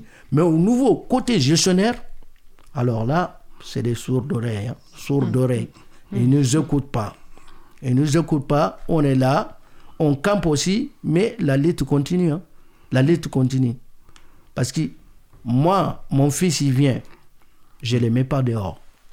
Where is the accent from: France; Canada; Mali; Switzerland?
Mali; Lui, il est mauritanien, lui, il est sénégalais, moi, je suis malien.